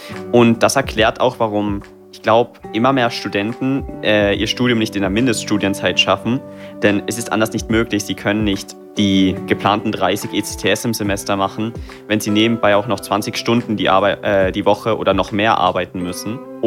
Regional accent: Tyrol, Austria; moved away as an adult; now in Carinthia, Austria; ich komme ja aus Osttirol, aber ich studiere ja in Kärnten.

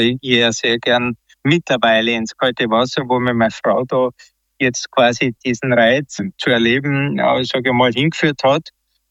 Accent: Styria, Austria; born there; now in Klagenfurt, Austria; in Klagenfurt zu Hause, geboren in der Steiermark, ja, in Kürze 67 Jahre jung.

